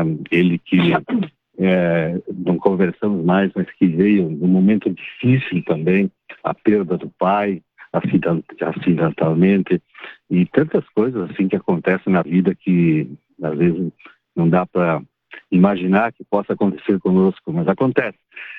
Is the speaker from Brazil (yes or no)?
yes; Vista Alegre do Prata, Rio Grande do Sul, Brazil; born there; Nasci lá no Zandrigueto.